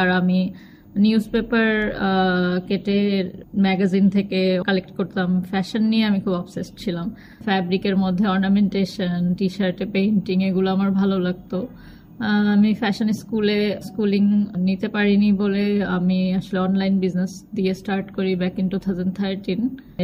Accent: Tangail, Dhaka Division, Bangladesh; আমরা টাঙ্গাইলে বড় হয়েছি।

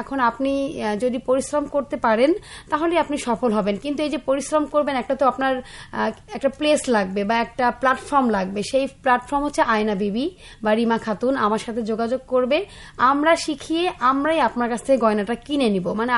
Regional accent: Rajshahi Division, Bangladesh; যেহেতু আমি রাজশাহীতে বড় হয়েছি, বলতে গেলে গ্রামই, রাজশাহীতে বড় হয়েছি।

